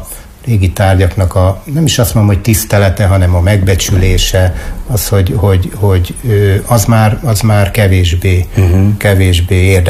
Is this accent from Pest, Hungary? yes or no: no; Sajóbábony, Borsod-Abaúj-Zemplén, Hungary; also born or lived in Miskolc / Boldva; A gyerekkor, az általános iskolai gyerekkor, én azt tekintem gyerekkornak, az Sajóbábonyban.